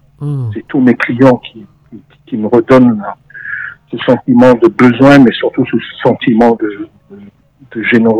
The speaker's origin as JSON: {"language": "French", "country": "New Caledonia", "tie": "born there", "said": "je suis calédonien de naissance, mais ayant voyagé un peu partout, à Tahiti, etc."}